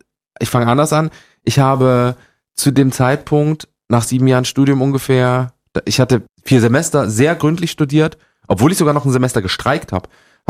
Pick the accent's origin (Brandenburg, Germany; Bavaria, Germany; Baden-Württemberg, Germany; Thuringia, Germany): Thuringia, Germany; Gera; Das Thüringer, zumindest das Thüringer, wo ich herkomme, aus Gera, die sind ganz weit oben, gell?